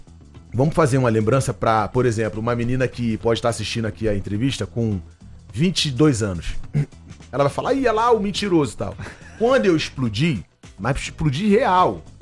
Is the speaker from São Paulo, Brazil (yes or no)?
no; Rio de Janeiro, Brazil; Eu sou da Vila do Pinheiro, eu morei até 27 anos dentro do Complexo da Maré, que é a Vila do João, Vila do Pinheiro, Conjunto de Esperança. Eu nasci na Nova Holanda, eu saio da Nova Holanda com 6 para 7 anos